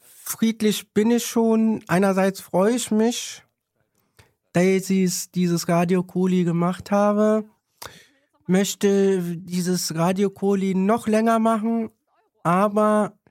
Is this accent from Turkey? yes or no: yes; Turkey; Oh, Türkei, ja. Das kenne ich. Ich komme, Gott sei Dank, aus der Türkei.